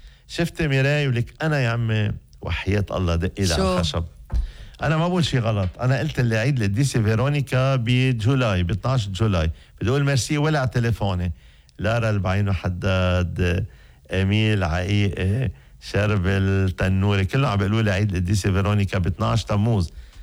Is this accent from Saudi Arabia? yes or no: no; Lebanon; عنا بلبنان